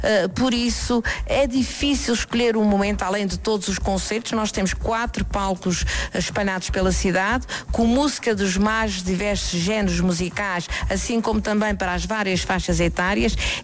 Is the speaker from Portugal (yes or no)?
yes; Azores, Portugal; aquilo que nós somos enquanto açorianos